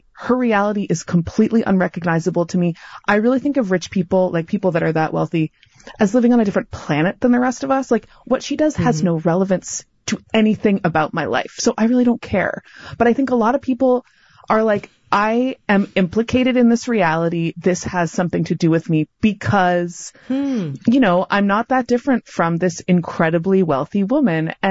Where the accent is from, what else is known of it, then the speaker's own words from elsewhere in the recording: Canada; something that I find so interesting about Americans, and I'm saying this as a Canadian right now